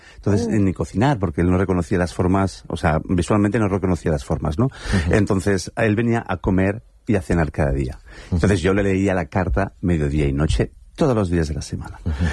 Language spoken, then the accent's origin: Spanish; Valencian Community, Spain